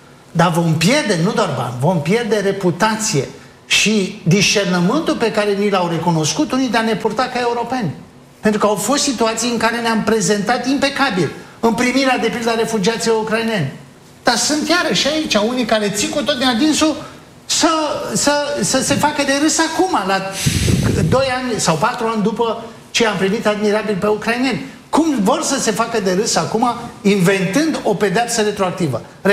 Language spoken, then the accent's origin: Romanian; Romania; Cum ne-am simțit noi ca români?